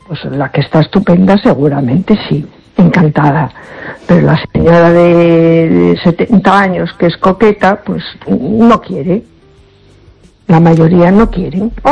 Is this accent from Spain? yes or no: yes; A Coruña, Galicia, Spain